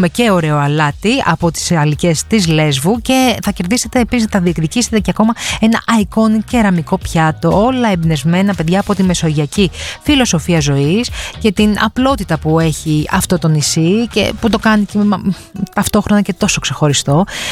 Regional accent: Mytilene, North Aegean, Greece; moved away; σε ένα αγαπημένο μου νησί, την πατρίδα μου, τη Μυτιλίνη

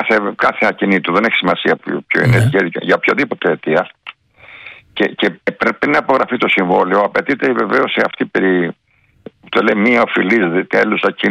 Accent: Chania, Crete, Greece; στα Χανιά, στην πατρίδα μου που λέω τώρα.

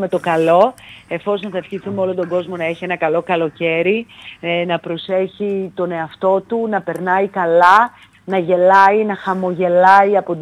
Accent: Thessaloniki, Central Macedonia, Greece; moved away as an adult; now in Athens, Greece; η Θεσσαλονίκη είναι η πατρίδα μου, γέννημα θρέμα Θεσσαλονικιά. Οπότε μετά από πολλά χρόνια που ήμουνα κι εγώ παιδί της Θεσσαλονίκης και δούλευα μέχρι τα 24

